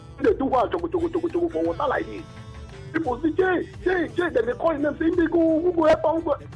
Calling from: Port Harcourt, Rivers, Nigeria; from Port Harcourt.

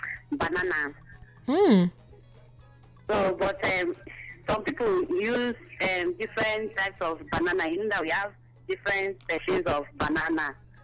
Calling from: Akwa Ibom, Nigeria; I'm calling from Akwa Ibom State.

